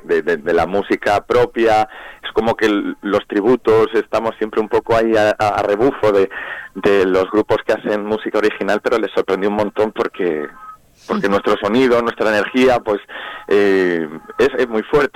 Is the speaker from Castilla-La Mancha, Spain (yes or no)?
yes; Albacete, Castilla-La Mancha, Spain